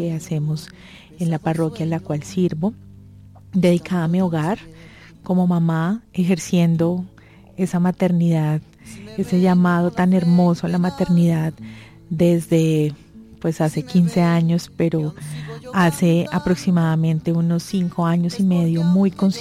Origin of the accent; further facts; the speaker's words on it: Bucaramanga, Santander, Colombia; Crezco en Bucaramanga, estudié en Bucaramanga, mi colegio, mi universidad, y bueno, hoy en día soy mamá, tengo 3 hijos, mellizas de 8 años, un niño mayor de 15 años, casada